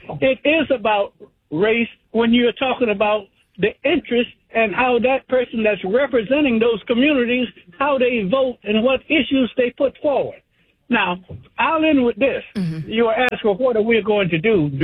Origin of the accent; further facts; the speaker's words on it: South Carolina, United States; now in Baltimore, United States; originally I'm from South Carolina.